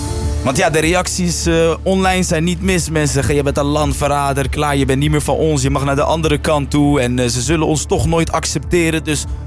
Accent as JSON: {"language": "Dutch", "country": "Netherlands", "tie": "born or raised there", "said": "ik ben geboren en getogen hier in Nederland. Ik heb alles hier van mijn leven meegemaakt. En natuurlijk, ik heb mijn roots in Marokko en die vergeet ik uiteraard niet. Ik ben ook elk jaar in Marokko te vinden"}